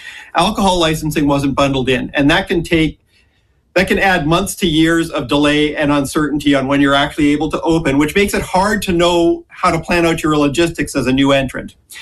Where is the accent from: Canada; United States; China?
Canada; hey, I'm Canadian still, that food isn't all that confusing for a New Zealander.